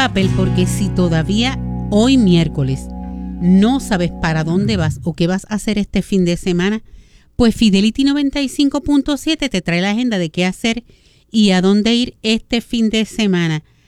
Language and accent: Spanish; Puerto Rico